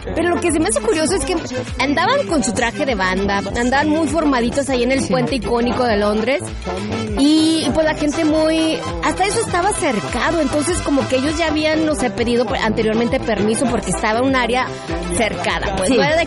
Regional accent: Mexico; ya sabes cómo somos los mexicanos

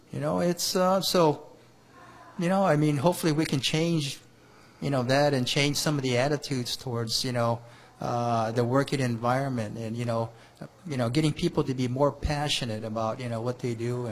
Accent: Japan; English is a second language; since I was born and raised in Japan, I'm not really a poke guy.

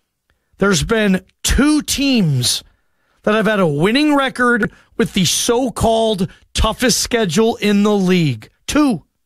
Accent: Seattle, Washington, United States; I was raised in Seattle, grew up there in the 80s and 90s, went to the Kingdome all the time, grew up 10 minutes from the Kingdome.

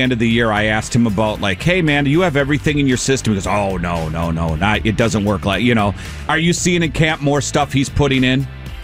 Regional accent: Midwest, United States; now in Columbus, United States; I knew nothing about Columbus, but I'm from the Midwest, and my wife grew up in Cincinnati.

